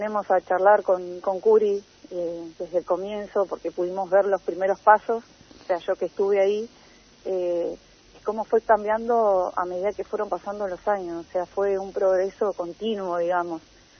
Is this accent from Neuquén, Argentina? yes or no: no; Darwin, Río Negro, Argentina; born there; Yo como ciudadana de Darwin soy casi criada en esta localidad y bueno, orgullosa de pertenecer a Darwin